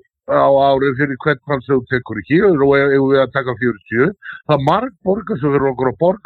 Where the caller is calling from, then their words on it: Northern Iceland, Iceland; ég er að norðan líka.